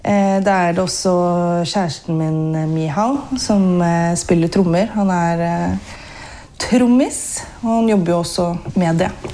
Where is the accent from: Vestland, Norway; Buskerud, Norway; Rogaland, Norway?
Buskerud, Norway; Geilo; Ja, jeg kommer fra Hallingdal, da. Jeg kommer fra Geilo, men det hører man ikke så godt heller.